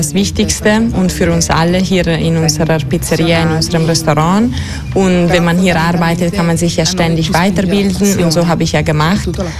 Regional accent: Bolzano, Trentino-Alto Adige, Italy; ich bin in Bozen geboren. Ich habe hier die Oberschule gemacht

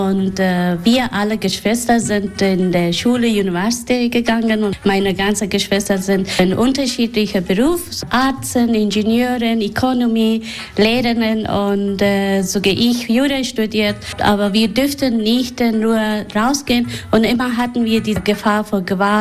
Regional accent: Afghanistan; German is a second language; Es ist wirklich ein bisschen ähnlich wie meine Heimat. Viele Berge sind in der Nähe und so, das hat etwas.

